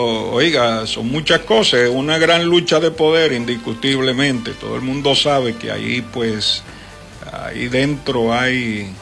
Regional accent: Dominican Republic; somos dominicanos, aquí no somos suizos, aquí no somos suecos

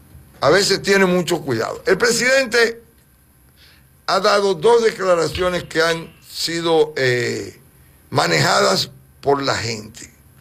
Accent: Dominican Republic; esos somos nosotros los dominicanos.

